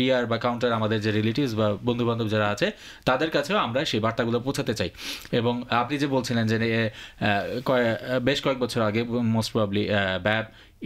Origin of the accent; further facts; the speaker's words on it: Bangladesh; now in Australia; আমরা বাঙালি, আমরা বাংলাদেশ থেকে এসেছি, কিন্তু আমরা কিন্তু একই সাথে অস্ট্রেলিয়ান নাগরিকও